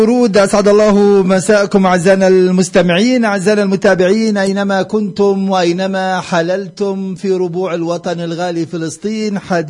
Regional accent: Palestine; عندنا في فلسطين

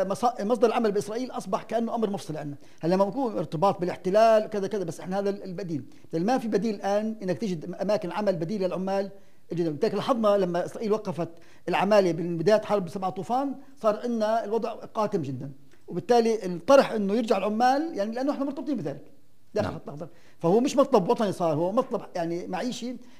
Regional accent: Palestine; بلدنا فلسطين

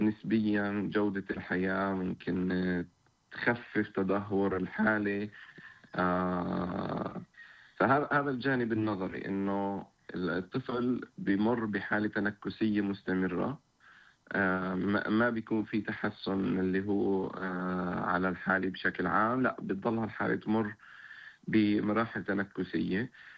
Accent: Nablus Governorate, Palestine; احنا من نابلس اصلا، من قرى نابلس

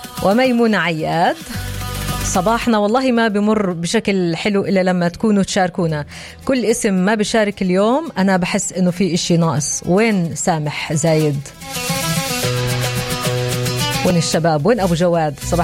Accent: Palestine; بس اللي عندنا في فلسطين برأيه عصام انه احنا زي اللي البلدية تبعت الخروف بتسكر الشرايين على خلاص مرة واحدة.

